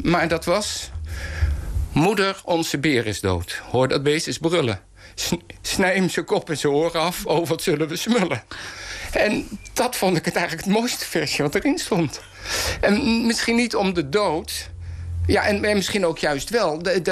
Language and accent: Dutch; Amersfoort, Utrecht, Netherlands; born there; Ik ben geboren in Amersfoort.